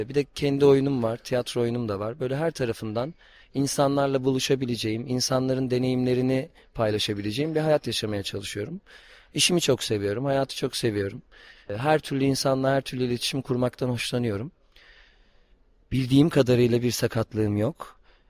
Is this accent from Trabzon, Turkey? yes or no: no; Istanbul, Turkey; ben İstanbul Fatih'te doğdum, büyüdüm. Hem böyle muhafazakar hem çok illegal bir yerdi ve çocukluğum da sokakta geçti açıkçası.